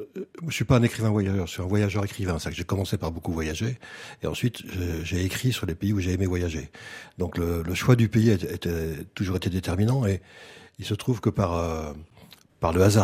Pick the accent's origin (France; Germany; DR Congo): France; je suis membre d'une diaspora, donc la diaspora arménienne. Je suis pas arménien, je suis français d'origine arménienne.